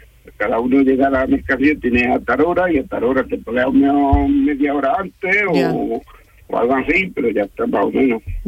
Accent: Almuñécar, Andalusia, Spain; Yo soy de la costa tropical, yo soy de Almuñécar.

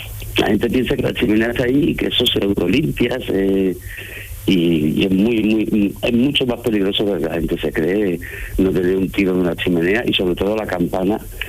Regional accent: Andalusia, Spain; Que ni mi mujer ni yo somos de Sevilla y que somos los dos de aquí de la provincia de Huelva.

